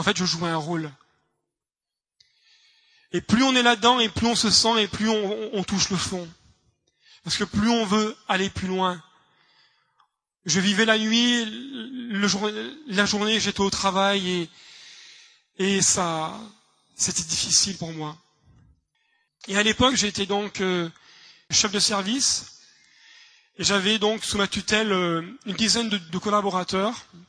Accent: Grenoble, Auvergne-Rhône-Alpes, France; born there; moi, je suis né donc à Grenoble, dans une famille non chrétienne.

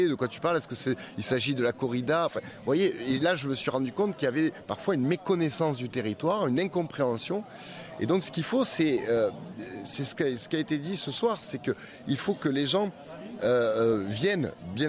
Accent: Vauvert, Occitanie, France; je suis un enfant du pays, comme on dit, donc enraciné, fier de mes racines vauverdoises et camarguaises. Donc j'ai ce territoire-là, je ne le quitterai jamais.

